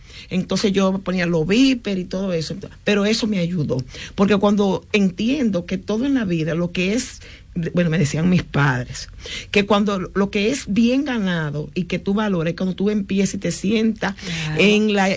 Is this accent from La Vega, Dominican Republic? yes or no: yes; La Vega, Dominican Republic; gente querida de mi pueblo, que me conocen desde hace muchos años.